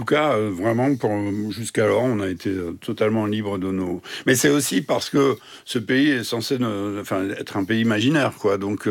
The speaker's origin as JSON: {"language": "French", "town": "Saint-Quentin", "region": "Hauts-de-France", "country": "France", "tie": "born or raised there", "moved": "yes", "said": "J'étais à Saint-Quentin, ma ville natale"}